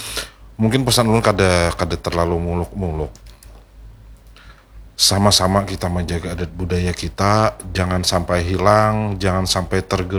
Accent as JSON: {"language": "Indonesian", "region": "South Kalimantan", "country": "Indonesia", "said": "mudah-mudahan gesan anak cucu kita tetap terjaga adat budaya kita Banjar"}